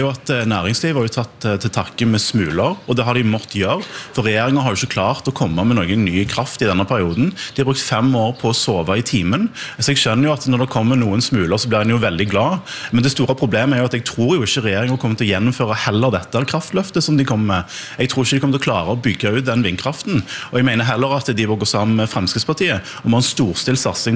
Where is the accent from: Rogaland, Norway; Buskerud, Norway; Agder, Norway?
Rogaland, Norway; der jeg kommer fra i Rogaland, kan du omtrent ikke snu deg rundt uten å se vindmøller